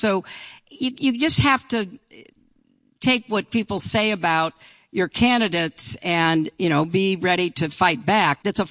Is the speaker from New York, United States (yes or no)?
yes; New York, United States; But I'm not a Mainer. I'm a New Yorker.